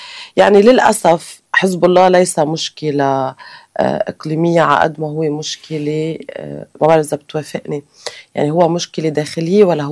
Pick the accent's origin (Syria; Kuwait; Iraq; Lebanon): Lebanon